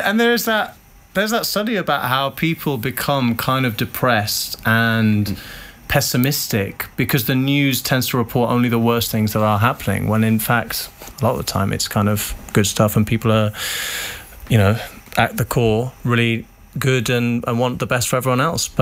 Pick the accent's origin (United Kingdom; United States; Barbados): United Kingdom; Birmingham, West Midlands; I'm from Birmingham.